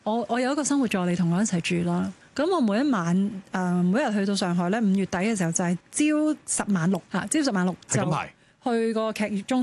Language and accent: Cantonese; Hong Kong; 我一個香港人